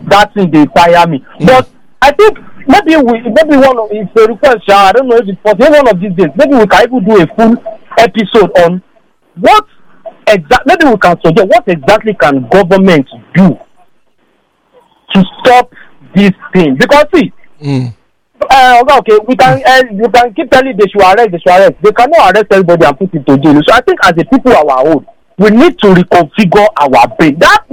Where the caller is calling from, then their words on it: Akoka, Lagos, Nigeria; I'm calling from Akoka.